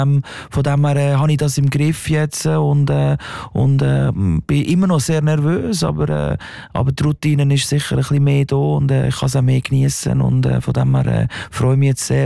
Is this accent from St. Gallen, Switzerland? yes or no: no; Gelterkinden, Basel-Landschaft, Switzerland; Ich bin aus Geltenkind aus dem Basel-Land, habe dort eine Sekundarschule gemacht